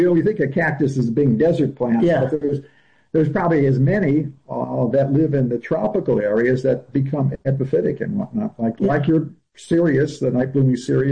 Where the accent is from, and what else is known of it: Midwest, United States; born or raised there; also born or lived in Latin America; now in San Diego, United States